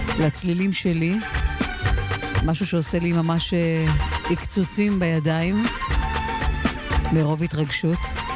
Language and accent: Hebrew; Tarum, Jerusalem District, Israel; אצלנו במושב תרום